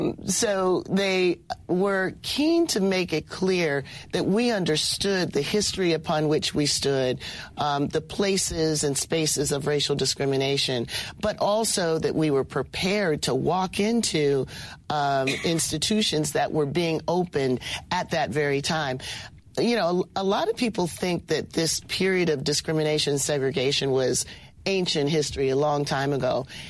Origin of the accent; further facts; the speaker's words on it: Canton, Ohio, United States; I grew up in Canton, Ohio, an industrial town in the Midwest on its way from the South to Chicago and Detroit.